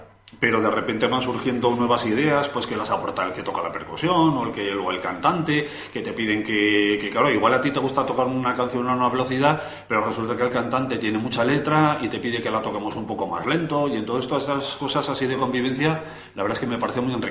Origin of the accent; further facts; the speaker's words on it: San Sebastián, Basque Country, Spain; now in Huesca, Spain; yo nací en San Sebastián.